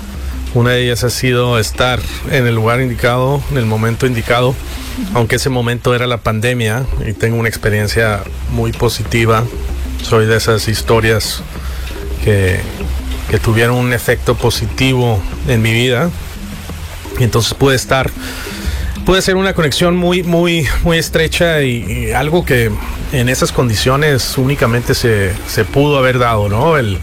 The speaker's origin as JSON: {"language": "Spanish", "country": "Mexico", "also_born_or_lived": "Mazatlán, Sinaloa / Tijuana, Baja California", "said": "yo soy tijuano mazatleco"}